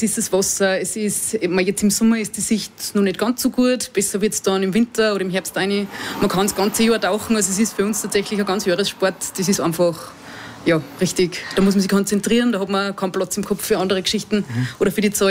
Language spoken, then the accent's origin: German; Seekirchen am Wallersee, Salzburg, Austria; ich bin aus Seekirchen gebürtig und wir fahren 40 Minuten am Attersee.